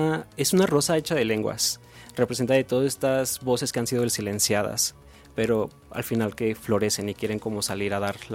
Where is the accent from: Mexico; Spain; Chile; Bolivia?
Mexico; Guadalajara, Jalisco; Soy de aquí de Guadalajara, vivo en la Alameda, Jalisco.